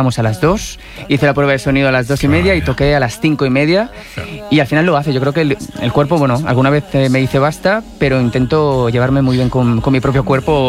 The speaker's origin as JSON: {"language": "Spanish", "region": "Valencian Community", "country": "Spain", "said": "Bueno, estoy intentando aprender a hacer paella ya, como buen valenciano"}